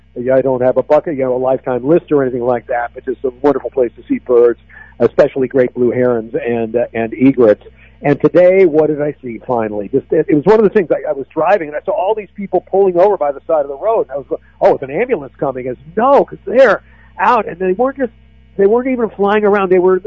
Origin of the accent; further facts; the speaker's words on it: Palo Alto, California, United States; also born or lived in Arcata, United States; now in Los Osos, United States; I grew up in Palo Alto. I lived in Arcata, and both of them, like where I live right now in Los Osos, are towns that border on beautiful bays.